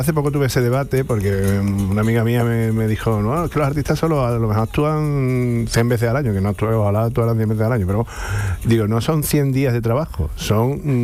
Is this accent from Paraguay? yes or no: no; Utrera, Andalusia, Spain; born there; porque yo trabajo, bueno, despacho lo tengo en Sevilla, pero soy de Utrera. Y nací en Utrera y orgulloso de Utrera, con muchas raíces